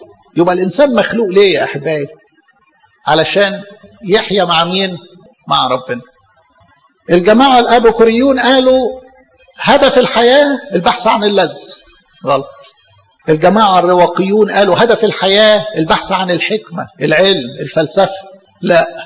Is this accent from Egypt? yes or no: yes; Egypt; born there; انا اتولد مصري